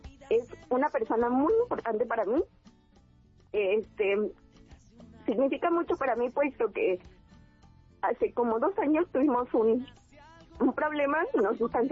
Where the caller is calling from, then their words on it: Iztacalco, Mexico City, Mexico; Nos estamos comunicando desde Iztacalco.